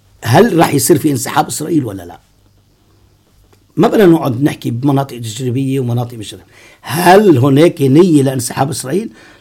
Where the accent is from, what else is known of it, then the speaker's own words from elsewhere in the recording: Lebanon; نحن ما بنزعل كلبنانيين